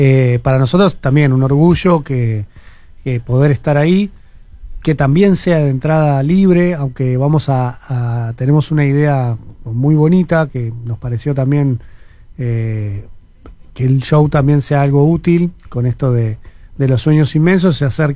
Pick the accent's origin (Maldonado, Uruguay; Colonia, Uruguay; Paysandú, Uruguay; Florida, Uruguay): Maldonado, Uruguay; somos dos cantautores de Maldonado